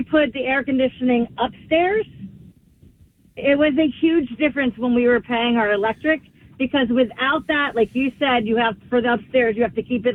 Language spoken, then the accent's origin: English; Pennsylvania, United States; now in Brick, United States; I came from Pennsylvania and have been married now here for 40 years.